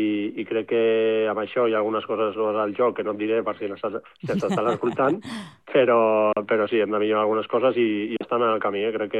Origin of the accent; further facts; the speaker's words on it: Barcelona, Catalonia, Spain; moved away as an adult; now in Ibiza, Spain; jo no havia viscut a Eivissa, però molt bé. Jo tinc la sort que soc de Barcelona, que la tinc aquí al costat